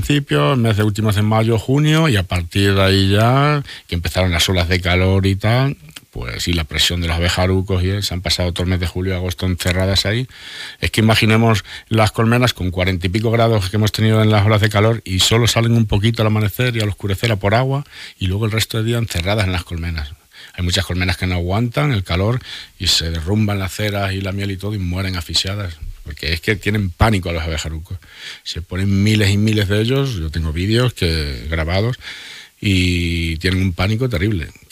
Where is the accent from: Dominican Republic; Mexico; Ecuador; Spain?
Spain; Valero, Castile and León; Yo soy de Valero, como todo el mundo sabe. Y en mi pueblo, que yo recuerde, el último que se ha incorporado un sobrino mío